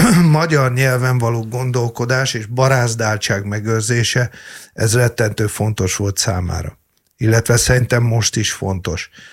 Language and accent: Hungarian; Hungary; Mi magyarok vagyunk